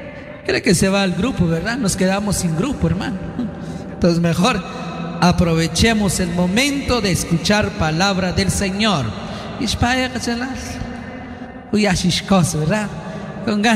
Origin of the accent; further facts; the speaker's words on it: Chichicastenango, Quiché, Guatemala; somos de Chichicastenango